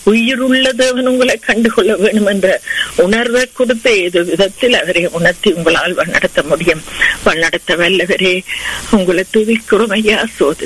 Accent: Sri Lanka; moved away; நாங்க பிறந்து வளர்ந்த தேசமாகிய இலங்கை தேசத்துக்காக, அந்த அழகிய தீவுக்காக

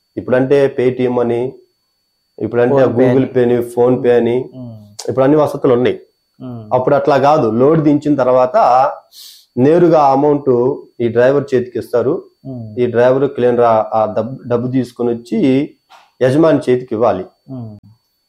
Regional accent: Andhra Pradesh, India; born there; సాయంత్రం 7 దాటిన తర్వాత సంజీవ్ నగర్ రమ్మంటే ఆటో వాళ్ళు రిక్షా వాళ్ళు వచ్చేవారు కాదు. అంత భయంకరంగా మా ప్రాంతము ఉండేది.

